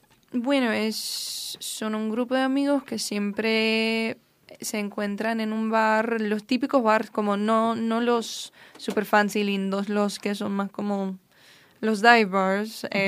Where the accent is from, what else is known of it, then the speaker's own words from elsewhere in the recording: Flint, Michigan, United States; moved away as an adult; now in California, United States; Bueno, yo nací en Michigan, en Flint, Michigan, el famoso. Nací y crecí en Michigan, todavía mis familias siguen ahí. Y mudé a California hace como 2 años y algo.